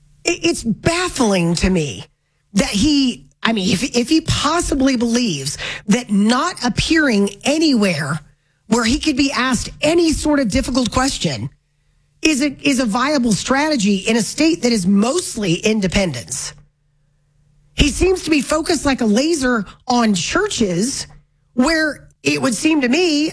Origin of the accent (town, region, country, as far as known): Florida, United States; born there